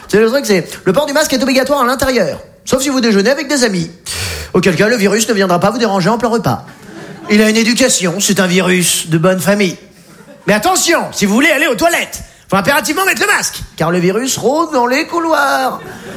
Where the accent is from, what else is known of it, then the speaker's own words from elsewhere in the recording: Rambouillet, Île-de-France, France; Bah, moi, je suis français. Je viens de Rambouillet.